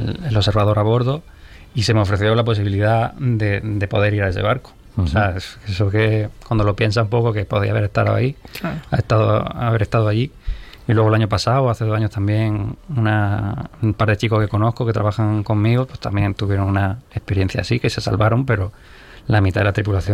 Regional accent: Úbeda, Andalusia, Spain; cuando llego a mi pueblo, yo soy de Úbeda

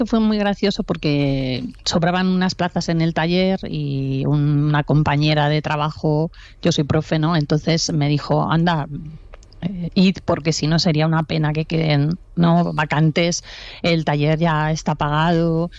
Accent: Zamora, Castile and León, Spain; now in Toledo, Spain; Yo soy de Zamora

